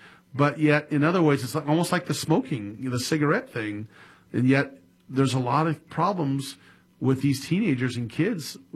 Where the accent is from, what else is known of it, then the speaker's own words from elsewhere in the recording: Sacramento, California, United States; I will never forget when I grew up in Sacramento, back when it was, you know, there was newer houses in the early 60s